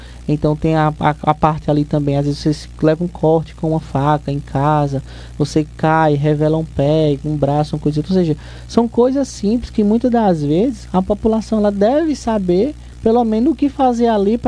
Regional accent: Brazil; born there; moved away; Estava tendo as festividades lá da minha terra, né? Vila do Poço Fundo, o padroeiro Santo Antônio.

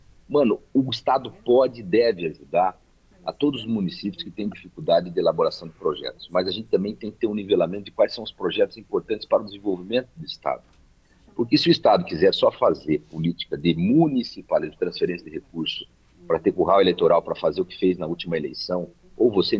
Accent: Cascavel, Paraná, Brazil; moved away as an adult; also born or lived in Curitiba; Eu saí de Cascavel, mano, para estudar em Curitiba, porque não tinha engenharia em Cascavel, não tinha oportunidades.

